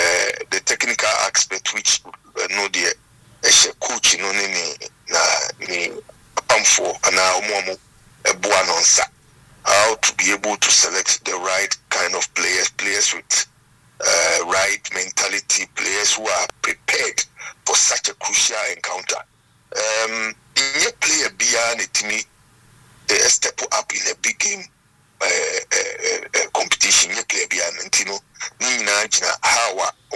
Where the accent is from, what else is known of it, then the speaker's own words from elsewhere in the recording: Ghana; as a Ghanaian